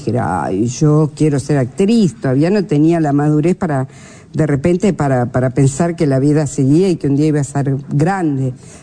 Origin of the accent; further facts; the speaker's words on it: Piriápolis, Maldonado, Uruguay; moved away; hice ballet en mi pueblo natal o de infancia.